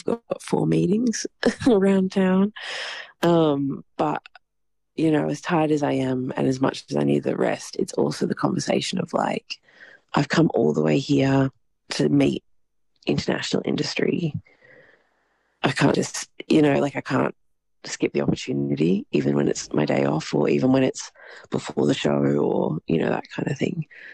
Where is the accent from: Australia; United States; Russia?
Australia; Broome, Western Australia; I'm from Broome